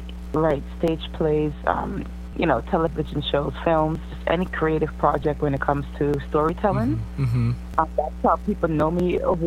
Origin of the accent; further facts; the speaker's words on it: New York City, New York, United States; I grew up in the Bronx. I'm a young person I've been in the Bronx over 15 years, all my life, basically. So I grew up in the Bronx. My family's from the Bronx.